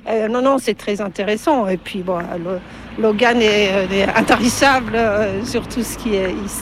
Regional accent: Ménil-la-Tour, Grand Est, France; donc j'habite Ménil, je suis née à Ménil. Donc, mon père était boulanger à Ménil. Donc, j'ai connu ce village dans son origine

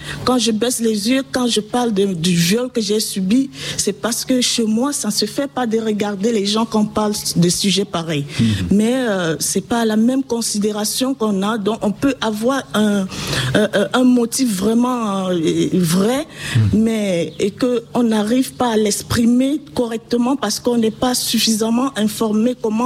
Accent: Anglophone Cameroon, Cameroon; now in France

